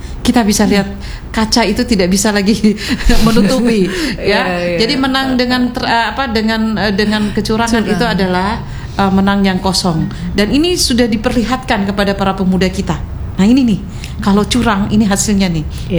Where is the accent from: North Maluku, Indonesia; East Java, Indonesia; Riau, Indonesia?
North Maluku, Indonesia; Tobelo; secara administrasi saya bukan berasal dari Morotai, saya berasal dari Tobelo